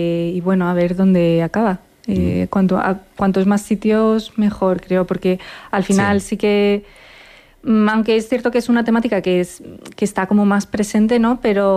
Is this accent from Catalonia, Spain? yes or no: no; Madrid, Community of Madrid, Spain; De Madrid. Bueno, soy medio sueca, medio española.